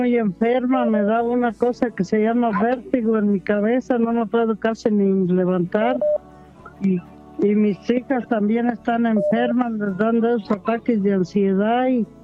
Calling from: Michoacán, Mexico; soy de acá de Michoacán, de Acuicho del Canje.

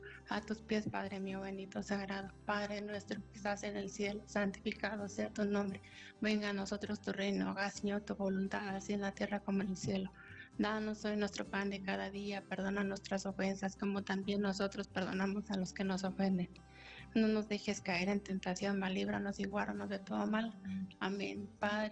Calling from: Fresnillo, Zacatecas, Mexico; Bueno, de Fresnillo, Zacatecas.

